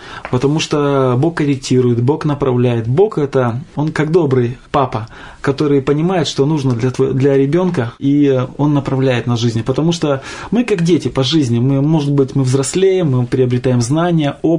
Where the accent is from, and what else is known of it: Petropavlovsk-Kamchatsky, Kamchatka Krai, Russia; born or raised there; moved away as an adult; also born or lived in Khabarovsk